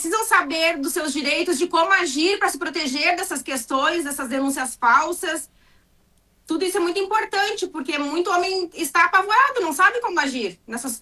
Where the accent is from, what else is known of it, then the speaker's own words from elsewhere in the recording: Porto Alegre, Rio Grande do Sul, Brazil; eu sou de Porto Alegre.